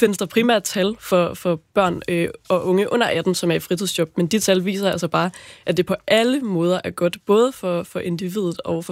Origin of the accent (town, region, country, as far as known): Aalborg, North Denmark Region, Denmark; born or raised there